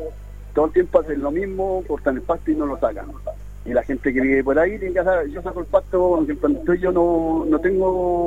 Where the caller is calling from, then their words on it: Villa Alegre, Maule, Chile; De Villalegre